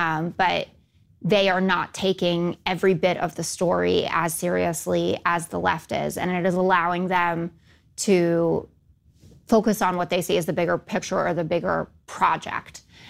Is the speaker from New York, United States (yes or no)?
yes; New York City, New York, United States; born or raised there